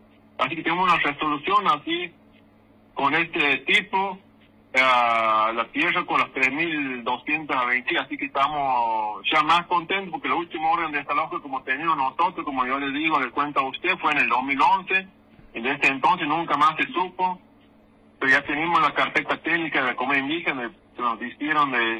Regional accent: Santiago del Estero, Argentina; yo tengo 40 años, y vivo aquí en Pampato, en mi tierra natal, y nacido, mi criado

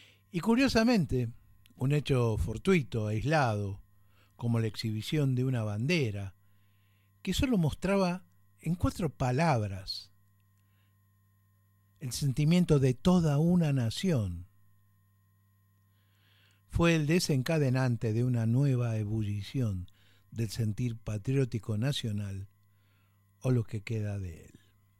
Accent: Argentina

